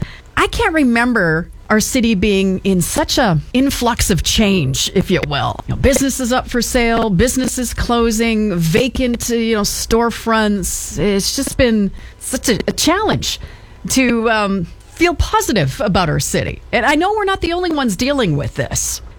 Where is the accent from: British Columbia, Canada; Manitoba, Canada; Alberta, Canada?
Manitoba, Canada; Winnipeg; I was born in Winnipeg. Pretty much have been here my whole life. I've gone to the States and done work and that sort of thing, but I came back home in 2010 and been around ever since.